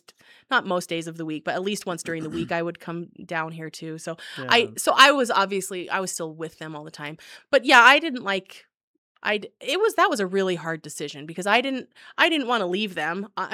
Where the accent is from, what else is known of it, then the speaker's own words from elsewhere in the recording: Cedar, United States; I'm from Cedar. I went to middle school.